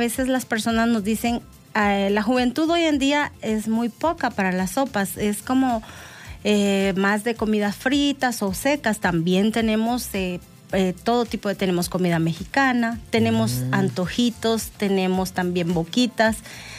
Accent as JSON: {"language": "Spanish", "country": "Guatemala", "moved": "yes", "lives_now": "El Salvador", "said": "Yo soy guatemalteca"}